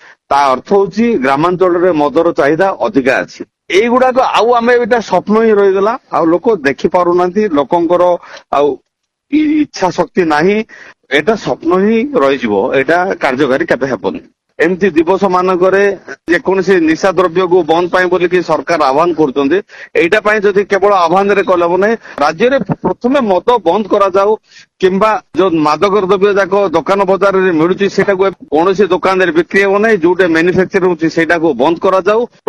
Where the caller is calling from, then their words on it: Rayagada, Odisha, India; ମୁଁ ରାୟଗଡ଼ାରୁ କହୁଥିଲି।